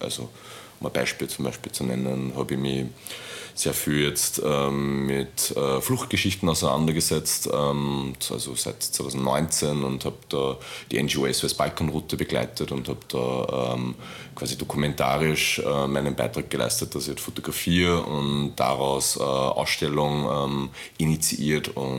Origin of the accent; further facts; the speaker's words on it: Linz, Upper Austria, Austria; also born or lived in Istanbul; ich bin in Linz aufgewachsen und in Istanbul geboren.